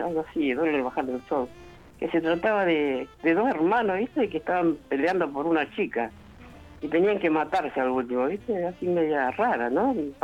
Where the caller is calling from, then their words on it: Pilar, Buenos Aires Province, Argentina; acá de Pilar.